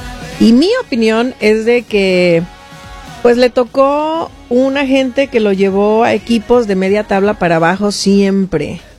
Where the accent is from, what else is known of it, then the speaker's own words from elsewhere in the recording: Mexico; para nosotros como mexicanos